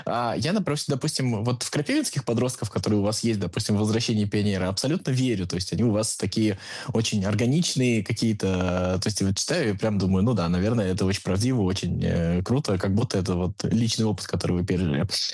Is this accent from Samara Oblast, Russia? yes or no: yes; Tolyatti, Samara Oblast, Russia; born there; Я просто родился в Тольятти, и для меня очень много таких флешбеков было про город, который стоит вокруг автозавода